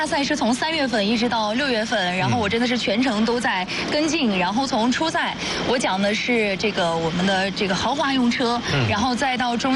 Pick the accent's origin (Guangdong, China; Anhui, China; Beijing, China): Anhui, China; Hefei; 作为一个安徽合肥人